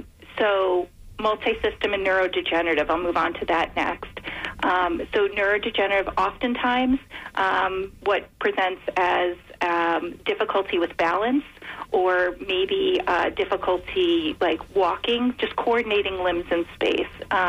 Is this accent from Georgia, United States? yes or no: no; New York, United States; moved away as an adult; now in Philadelphia area, United States; I grew up in New York, but I moved actually to outside of Philadelphia to take this role with Farrah.